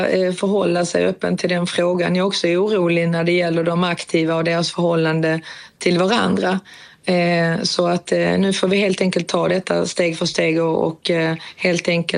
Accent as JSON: {"language": "Swedish", "country": "Sweden", "said": "Jag är också svensk och det är klart att jag känner likadant."}